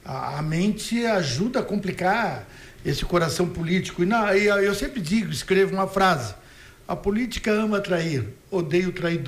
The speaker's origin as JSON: {"language": "Portuguese", "region": "Santa Catarina", "country": "Brazil", "said": "Eu sou catarinense, eu conheço essa terra."}